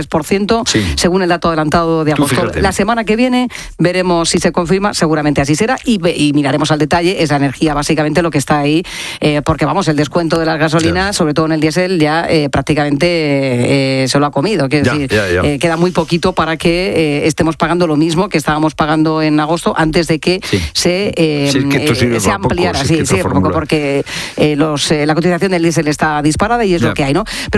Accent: Jumilla, Region of Murcia, Spain; si te escucha alguien, por ejemplo, desde mi tierra querida, desde Murcia, en Jumilla

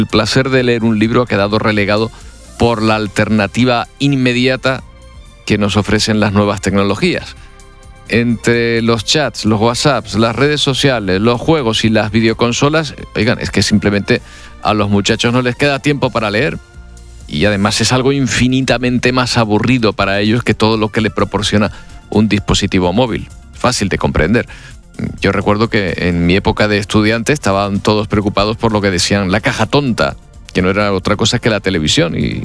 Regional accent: Canary Islands, Spain

